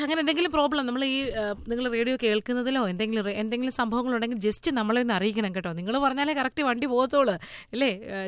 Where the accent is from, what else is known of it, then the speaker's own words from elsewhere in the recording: Onattukara, Kerala, India; ഞങ്ങൾ ഓണാട്ടുകരക്കാർ.